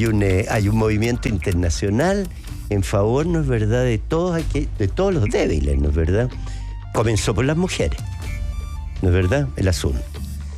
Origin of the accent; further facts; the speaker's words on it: Chile; Los más racistas que hay somos los chilenos.